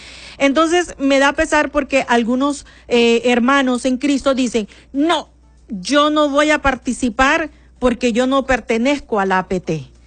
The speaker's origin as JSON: {"language": "Spanish", "country": "Honduras"}